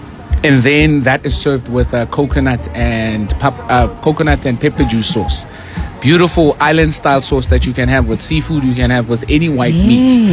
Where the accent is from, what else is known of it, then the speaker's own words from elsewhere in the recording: Johannesburg, Gauteng, South Africa; I come from Alex.